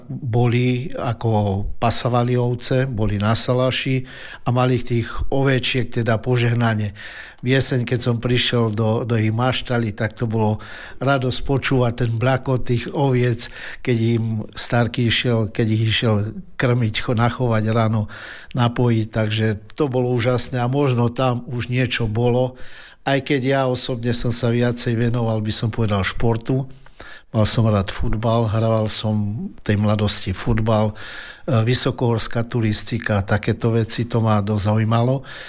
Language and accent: Slovak; Helpa, Banská Bystrica Region, Slovakia; v mojej rodnej dedine v Helpe